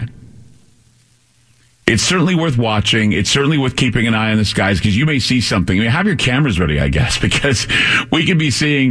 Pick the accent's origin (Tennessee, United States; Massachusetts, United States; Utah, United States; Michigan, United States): Utah, United States; moved away; I'm from Utah originally.